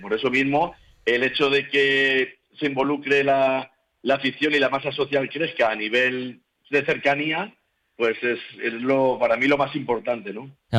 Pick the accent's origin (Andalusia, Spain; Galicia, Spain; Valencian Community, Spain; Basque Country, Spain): Valencian Community, Spain; Elda; somos del pueblo. Y consideramos al Deportivo parte de Elda